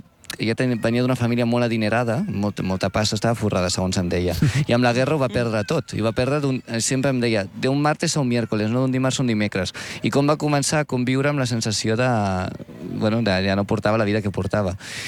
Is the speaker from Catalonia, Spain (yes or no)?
yes; Barcelona, Catalonia, Spain; Sí, jo sóc de Sant Andreu.